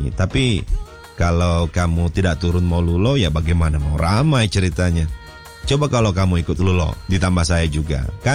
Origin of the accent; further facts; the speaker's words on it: Raha, Southeast Sulawesi, Indonesia; Oh, saya dari Raha.